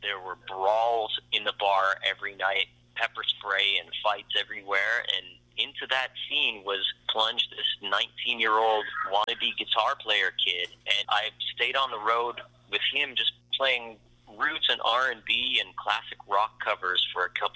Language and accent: English; Saskatoon, Saskatchewan, Canada; growing up in Saskatchewan during the long, cold winters